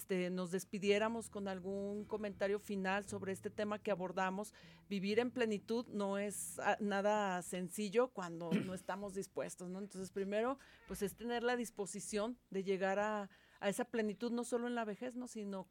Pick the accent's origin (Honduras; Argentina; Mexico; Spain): Mexico; somos muy buenos como mexicanos